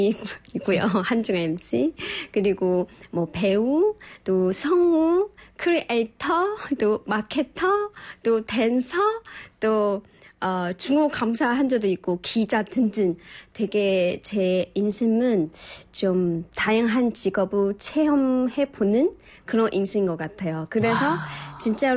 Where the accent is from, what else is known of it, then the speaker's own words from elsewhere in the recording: China; Korean is a second language; moved away as an adult; now in South Korea; 아마 많은 분들이 저를 모를 수도 있는데요. 사실 제가 지금 한국에 거주한 지 14년 되어 있습니다.